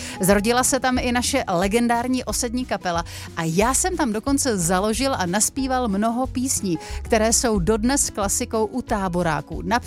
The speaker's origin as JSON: {"language": "Czech", "town": "Kladno", "region": "Central Bohemian Region", "country": "Czechia", "said": "Ano, pocházím z Kladna, kde jsem také založil osadu Zlatý klíč."}